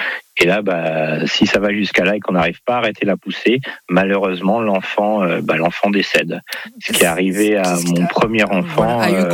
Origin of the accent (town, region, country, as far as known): Normandy, France